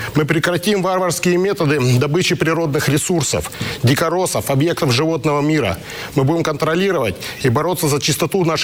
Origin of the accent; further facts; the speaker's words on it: Gornopravdinsk, Khanty-Mansi Autonomous Okrug, Russia; Я родился и вырос в маленьком поселке Горноправдинск. И проблемы моего региона знакомы мне не понаслышке.